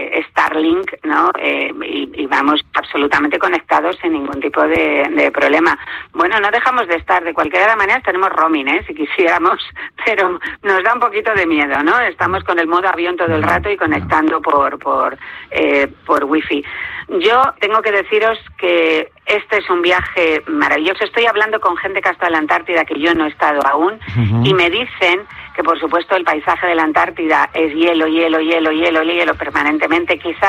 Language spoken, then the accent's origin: Spanish; Spain